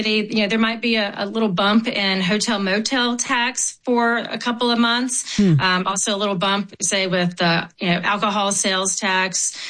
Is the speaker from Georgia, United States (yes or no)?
yes; Decatur, Georgia, United States; I'm from Decatur, but also very much from Atlanta.